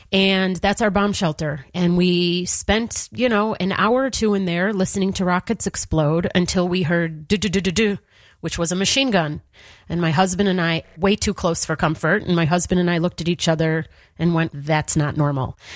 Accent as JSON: {"language": "English", "town": "Chicago", "region": "Illinois", "country": "United States", "tie": "born or raised there", "lives_now": "Israel", "said": "Growing up in Chicago, we had snow days. And on the Gaza border, you have rocket days."}